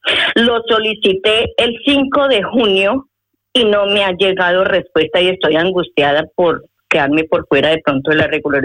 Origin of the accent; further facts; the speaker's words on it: Colombia; now in Villalba, Spain; Quería hacerle una pregunta, soy de Colombia.